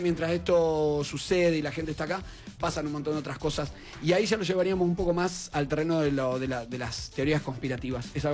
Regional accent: Argentina; now in La Pampa, Argentina; soy argentino

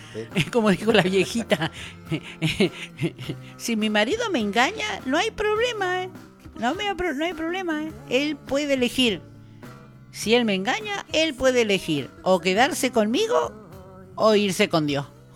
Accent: Argentina; Bueno, lo digo como argentino.

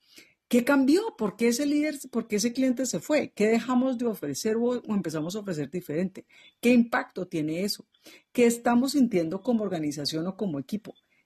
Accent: Colombia; now in Cali, Colombia; el terremoto que sucedió en mi país sobre aquellos comportamientos y competencias que tenemos los colombianos

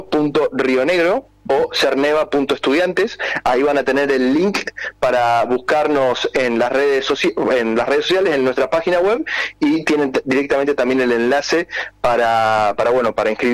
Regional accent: El Bolsón, Río Negro, Argentina; soy del Bolsón

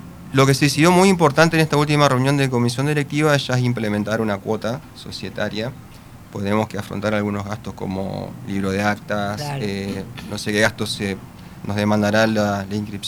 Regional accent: Paraná, Entre Ríos, Argentina; born there; Yo nací en Bajada Grande, en la zona se asentaron eslovenos y croatas, vinieron... Son los dos asentamientos más grandes que se dieron en la zona de Paraná, en Bajada Grande.

